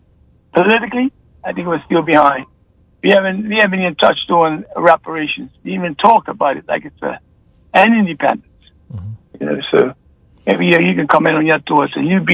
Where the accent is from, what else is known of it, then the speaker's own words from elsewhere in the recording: St. David's, St. George's, Bermuda; Growing up in St. David